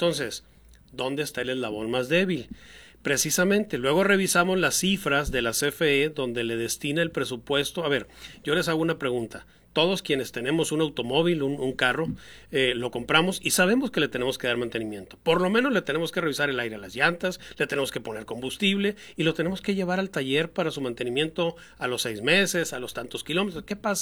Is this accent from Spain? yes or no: no; Sonora, Mexico; como ciudadano mexicano y como sonorense.